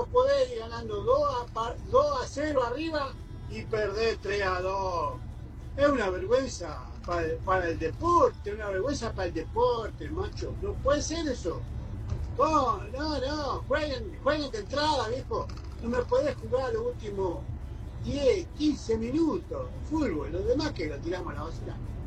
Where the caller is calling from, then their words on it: El Jagüel, Buenos Aires Province, Argentina; de Jagüel habla acá.